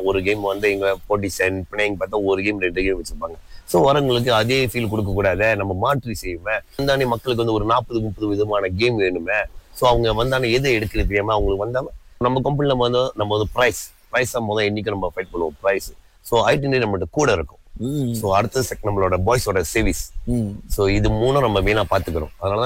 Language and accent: Tamil; Pangkor, Perak, Malaysia; நான் பிறந்தது வளர்ந்தது எல்லாம் ஃபுல்லா பங்கோர் தான்.